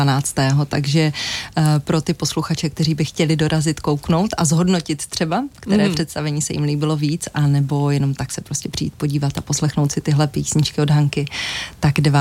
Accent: Ostrava, Moravian-Silesian Region, Czechia; já jsem Ostravačka

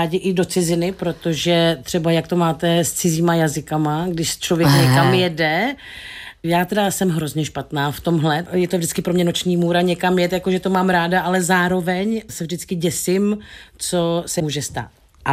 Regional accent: Šumperk, Olomouc Region, Czechia; jak já pocházím ze Šumperka a začala jsem chodit na základku v těch 90

